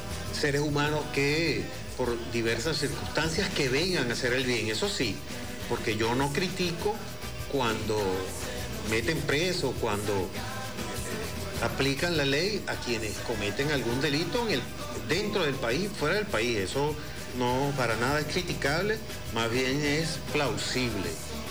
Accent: Venezuela; en Venezuela recibimos a una gran cantidad de migrantes del planeta entero

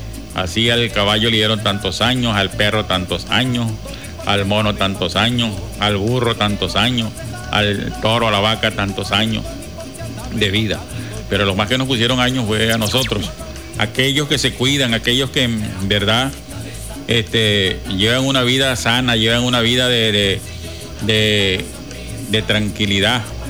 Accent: Guasdualito, Apure, Venezuela; moved away; allá de mi pueblo, Guajualito

